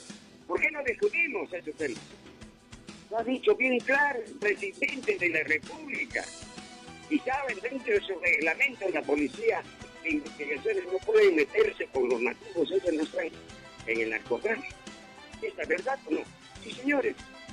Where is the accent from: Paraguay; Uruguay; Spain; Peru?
Peru